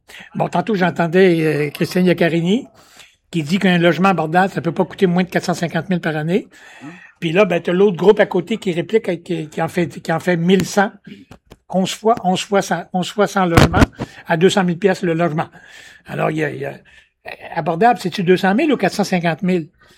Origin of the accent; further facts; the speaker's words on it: Quebec, Canada; Je viens d'Allemont au Lac-Saint-Jean.